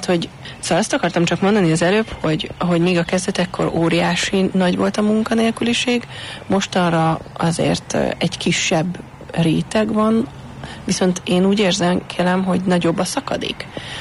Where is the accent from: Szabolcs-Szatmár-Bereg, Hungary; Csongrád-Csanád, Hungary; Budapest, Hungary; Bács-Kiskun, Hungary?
Budapest, Hungary; nekem budapestiként meglepő ez, hogy a kútról hozzák még mindig sokan